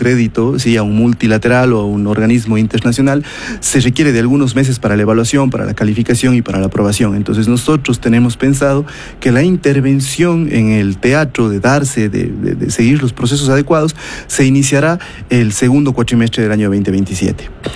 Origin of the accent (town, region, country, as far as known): Ecuador